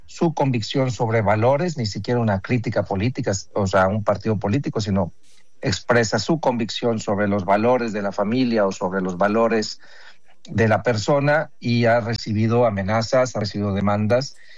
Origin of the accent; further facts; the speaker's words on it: Mexico; nosotros también somos mexicanos, ¿no? Sí. Somos mexicanos sirviendo al pueblo de México.